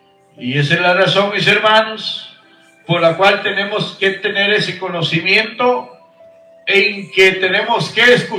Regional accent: Guatemala; moved away as an adult; now in United States; allá en mi tierra natal, Guatemala. … nacido en Guatemala, viviendo aquí en Estados Unidos ya casi 30 años.

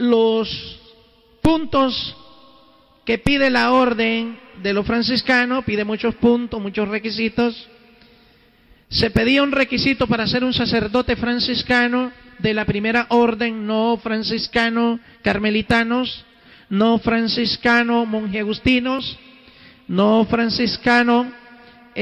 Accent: San Miguel, El Salvador; born there; moved away; also born or lived in Costa Rica / United States; Nací en la República del Salvador, en una ciudad muy grande, San Miguel, una ciudad que tiene más de 2 millones de habitantes. Bueno, ahora soy nacionalizado en Costa Rica, también tengo residencia

